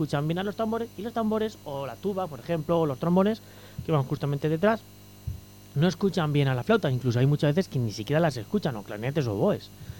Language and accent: Spanish; Churriana, Andalusia, Spain; soy mi churriego de pura cepa.